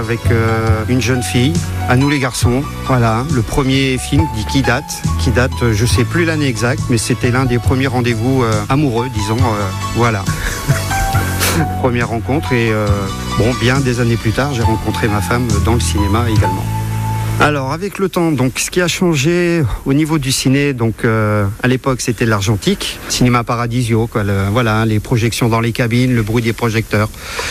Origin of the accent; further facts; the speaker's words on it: Château-du-Loir, Pays de la Loire, France; born there; moved away as an adult; now in Le Mans, France; Je suis né à Château-du-Loir, donc maintenant Montval-sur-Loire, dans les années 70. Et je suis arrivé sur le Mans dans les années 90.